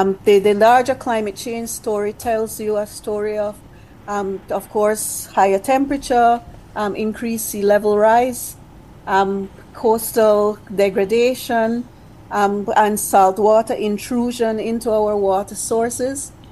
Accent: Belize

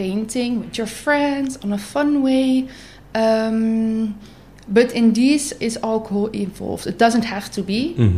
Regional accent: Amsterdam, North Holland, Netherlands; moved away as an adult; now in Dominica; I'm from Amsterdam. So I'm used of having just buildings around me.

